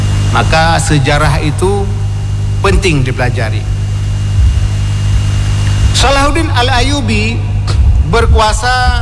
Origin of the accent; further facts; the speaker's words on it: Aceh, Indonesia; orang kita, orang Aceh